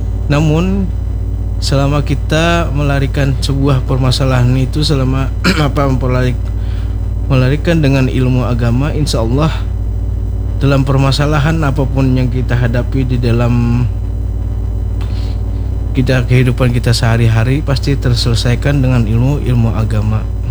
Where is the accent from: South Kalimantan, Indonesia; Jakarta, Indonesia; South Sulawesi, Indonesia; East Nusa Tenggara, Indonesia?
South Kalimantan, Indonesia; first language Banjar; kita sebagai penuntut ilmu itu dalam bahasa kita Banjar nih lah, sambil bahasa Banjar lo nih pula bahasa ya, Banjar, iya.